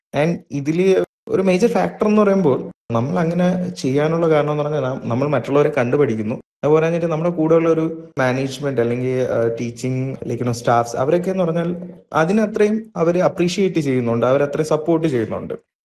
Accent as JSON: {"language": "Malayalam", "town": "Venjaramoodu", "region": "Kerala", "country": "India", "said": "തിരുവനന്തപുരത്ത് വെഞ്ഞാറമൂടിൽ നിന്നാണ്."}